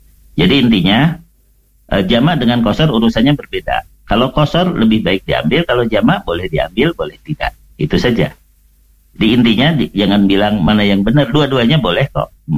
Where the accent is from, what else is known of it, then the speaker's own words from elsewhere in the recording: Bandung, West Java, Indonesia; Ada yang dari Makassar, dari Sumatera, ya, saya dari Bandung, ya.